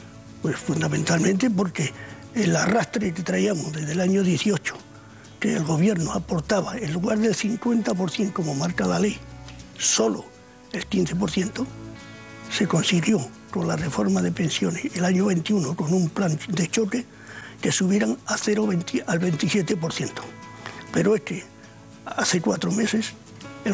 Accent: Extremadura, Spain; En Extremadura, por desgracia, vivimos muchos años.

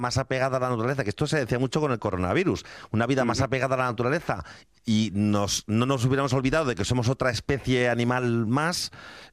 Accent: Spain

